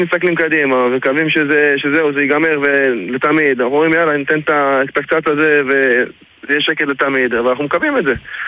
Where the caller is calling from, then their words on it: Mishmar HaYarden, Northern District, Israel; כן, אני מושב משמע הירדן, בצפון.